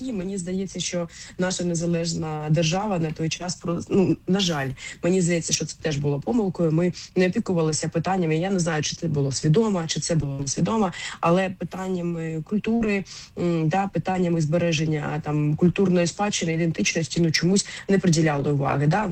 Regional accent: Kharkiv, Kharkiv Oblast, Ukraine; Я сама з Харкова. Родом.

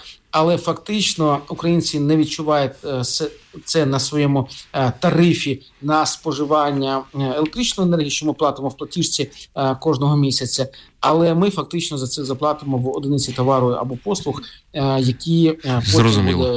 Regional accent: Kharkiv, Kharkiv Oblast, Ukraine; now in Kyiv, Ukraine; мій рідний Харків

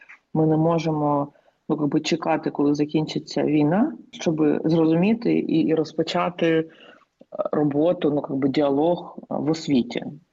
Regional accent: Kharkiv, Kharkiv Oblast, Ukraine; то, що навколо нас оточує, це в більшості формує своє розуміння, що я з Харкова.

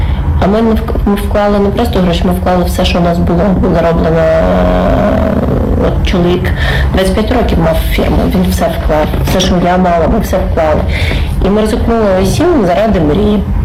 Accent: Dnipropetrovsk Oblast, Ukraine; я з Чудової Дніпропетровщини

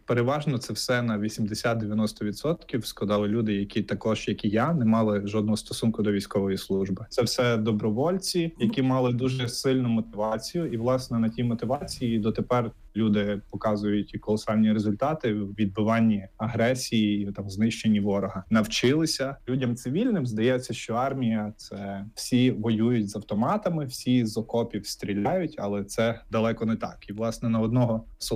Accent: Skole district, Lviv Oblast, Ukraine; я родом зі Сколівщини, Бойківський край

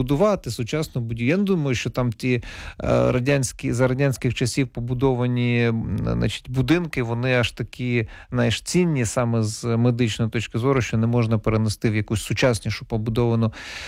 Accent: Donetsk Oblast, Ukraine

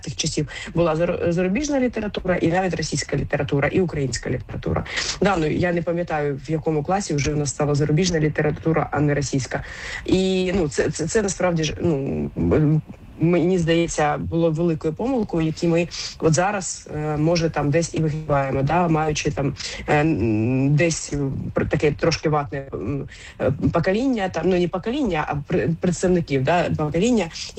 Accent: Kharkiv, Kharkiv Oblast, Ukraine; Я сама з Харкова родом

